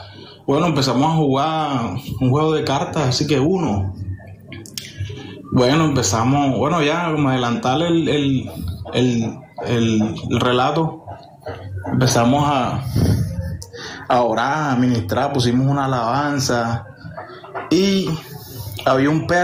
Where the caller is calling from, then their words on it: Barranquilla, Atlántico, Colombia; Barranquilla, hermano, Barranquilla, un placer.